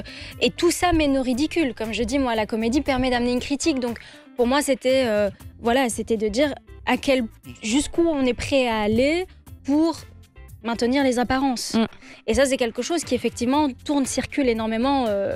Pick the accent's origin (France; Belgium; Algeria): Belgium; Alors que non, non, en fait, on est belge.